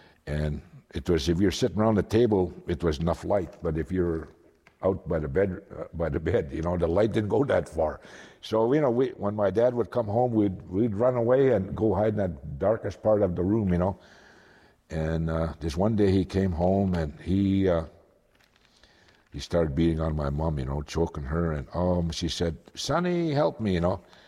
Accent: Kikino, Alberta, Canada; also born or lived in Vilna, Alberta; now in Edmonton, Canada; little town called Vilna, and that's where my mom had me. But I was raised in Kikino, which means in my language, my home. About, I would say, probably close to 20 miles from where I was born in a hospital in Vilna.

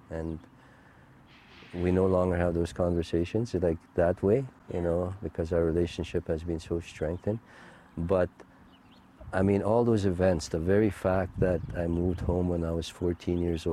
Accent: Canada; first language Cree; English is a second language; My first language is Cree. Oh, okay. And then my second language is English.

